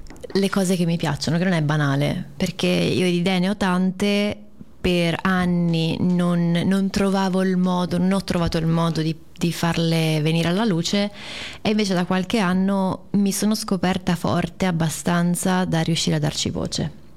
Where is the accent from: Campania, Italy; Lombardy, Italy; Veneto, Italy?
Veneto, Italy; Padua; moved away; mi ero ritrasferita a Padova, perché dopo il Covid, per diversi motivi, ho deciso di tornare un po' qui, avevo bisogno di vivere un po' la mia terra, perché erano tanti anni che ero fuori